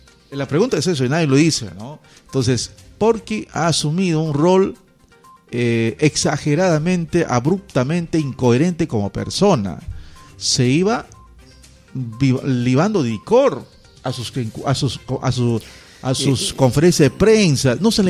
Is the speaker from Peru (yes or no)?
yes; Rioja, San Martín, Peru; born there; also born or lived in Tocache; Yo no soy de Tocache, pero yo les digo, yo no nací en Tocache. Pero nací en Rioja y por inercia mi papá vino por acá, me hizo quedar.